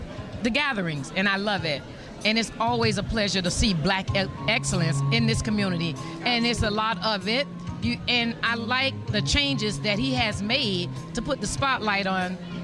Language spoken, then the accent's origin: English; Miami, Florida, United States; now in Lehigh Acres, United States; I have been now living in Lehigh Acres, Florida for the last 29 years. I'm originally from Miami, Florida.